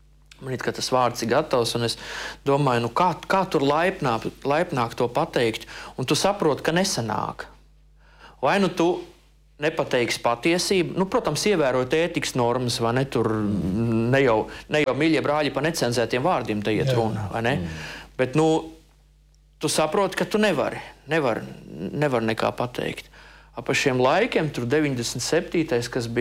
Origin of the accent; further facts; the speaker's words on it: Ainaži, Vidzeme, Latvia; Ainežos, es esmu no Ainežiem. Ainežos viņi nāca klāt un stāstīja mums evaņģēliju.